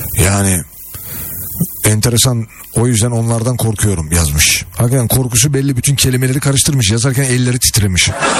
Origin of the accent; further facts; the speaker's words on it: Istanbul, Turkey; born there; moved away as an adult; Ama biz İstanbul'da doğduk.